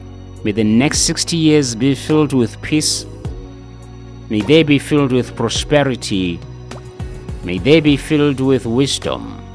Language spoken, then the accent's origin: English; Lesotho; My fellow countrymen and women